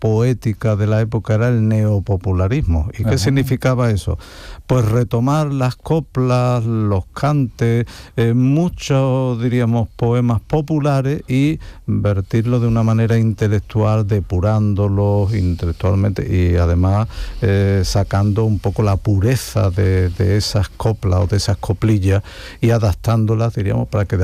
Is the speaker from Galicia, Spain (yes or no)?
no; Osuna, Andalusia, Spain; mi pueblo Osuna